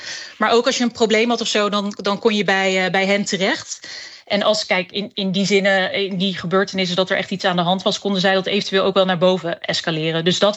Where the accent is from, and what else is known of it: Netherlands